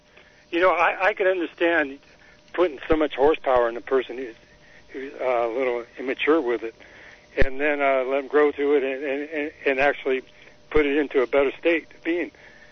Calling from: Royal Oak, Michigan, United States; from Royal Oaks.

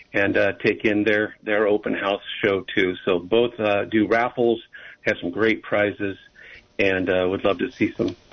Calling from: Watsonville, California, United States; from Watsonville. Just calling about a few events we have coming up here locally in Watsonville.

